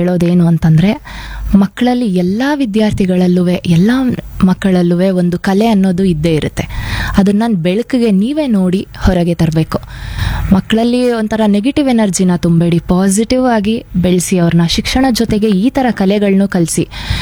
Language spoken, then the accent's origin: Kannada; Kollegal, Karnataka, India; moved away as an adult; also born or lived in Mysore; ನಾನು ಕೊಳ್ಳೇಗಾಲದಲ್ಲೇ ಹುಟ್ಟಿದ್ದು ಮೈಸೂರು, ಬೆಳೆದಿದ್ದೆಲ್ಲ ಕೊಳ್ಳೇಗಾಲ.